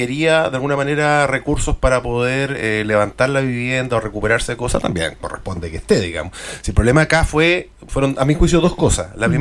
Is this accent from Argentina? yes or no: no; Chile; Aun cuando me corresponde como un chileno más